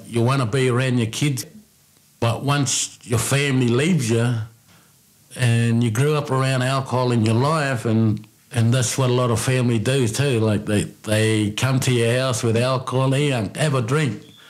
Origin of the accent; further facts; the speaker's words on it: Brewarrina, New South Wales, Australia; I'm from Bree Warrener. My tribe is Murawari.